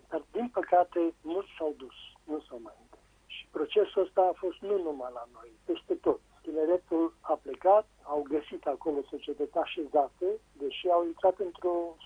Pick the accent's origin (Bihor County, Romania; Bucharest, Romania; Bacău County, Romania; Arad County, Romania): Bacău County, Romania; Moinești; moved away; also born or lived in Iași; am venit de la Iași în casă, la Moinești